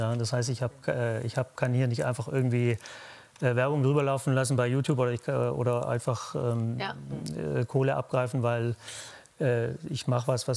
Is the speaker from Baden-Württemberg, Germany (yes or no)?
yes; Baden-Württemberg, Germany; Nee, da bin ich Schwabe.